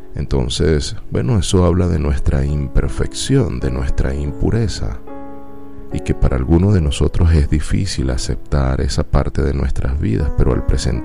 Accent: Venezuela

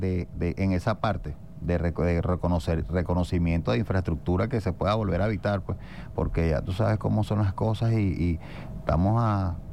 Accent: Venezuela

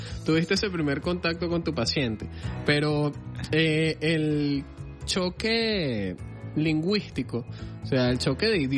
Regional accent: Venezuela; para nosotros los venezolanos

